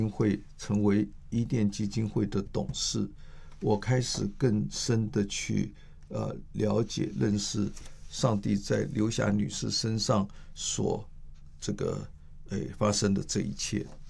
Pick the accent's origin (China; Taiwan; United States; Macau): Taiwan; Taipei; 我是一个台北出生台北长大的小孩